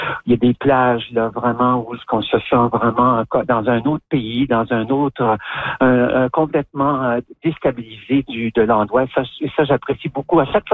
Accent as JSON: {"language": "French", "area": "Lac-Saint-Jean", "region": "Quebec", "country": "Canada", "tie": "born or raised there", "moved": "as an adult", "said": "je suis née là. Je suis née à Allemagne-Lac-Saint-Jean et que j'y ai vécu jusqu'à l'âge de 19 ans, 20 ans à peu près. Ça fait plus que 45 ans que je suis partie de la région."}